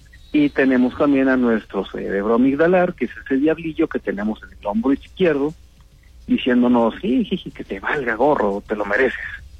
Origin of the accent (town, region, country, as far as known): Mexico